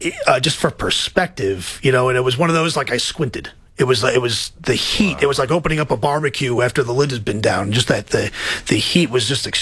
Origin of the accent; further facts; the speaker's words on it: Queens, New York, United States; I was, I'm a New Yorker. I'm from Queens.